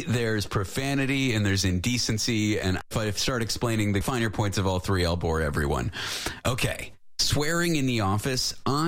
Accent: Canada; I'm not from California. I grew up in Canada.

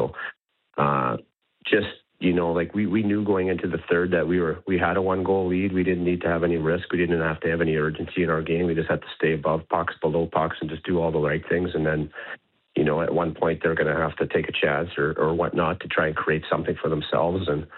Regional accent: Lac du Bonnet, Manitoba, Canada; I'm from Lac-de-Bonnie, which is an hour and a half away from Niverville

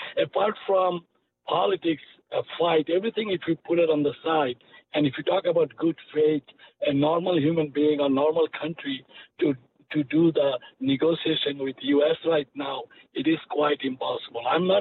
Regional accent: Canada; We are Canadian. I tell you, even your household, even yourself, even myself, even every Canadian, we're all suffering.

